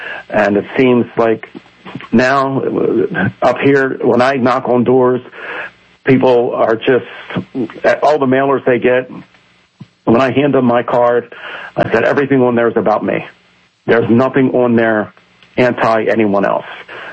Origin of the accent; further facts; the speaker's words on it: Baltimore, Maryland, United States; Well, I grew up in East Baltimore, just outside the city line.